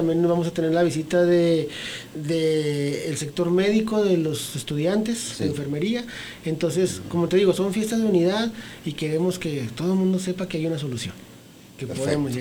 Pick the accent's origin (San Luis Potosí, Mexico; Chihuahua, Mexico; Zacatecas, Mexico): Chihuahua, Mexico; Ciudad Juárez; Yo soy de aquí de Ciudad Juárez.